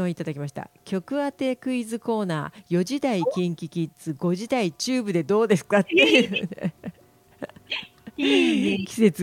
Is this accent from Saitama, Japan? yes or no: yes; Koshigaya, Saitama, Japan; 海のない埼玉県越谷市で生まれ育った私は海に憧れてました。